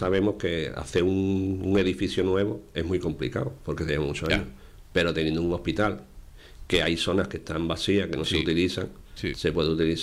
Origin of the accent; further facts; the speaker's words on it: Cádiz, Andalusia, Spain; Yo soy de Cádiz.